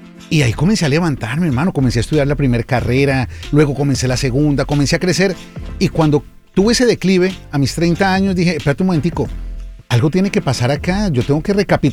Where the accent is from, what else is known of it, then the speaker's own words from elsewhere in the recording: Bogotá, Colombia; Yo soy bogotano, Rolo.